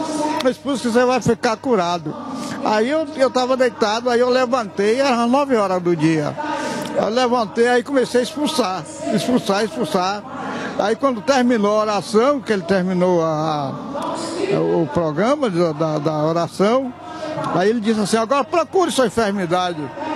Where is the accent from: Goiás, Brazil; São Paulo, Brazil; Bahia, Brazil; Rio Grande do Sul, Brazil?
São Paulo, Brazil; Eu venho da Zona Leste.